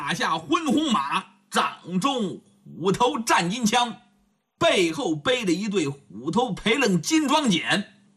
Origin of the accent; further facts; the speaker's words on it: Heze, Shandong, China; 冀州在哪呢？就在我们老家菏泽那么一带啊，巨野呀、啊、鄄城啊，就那么一带是冀州。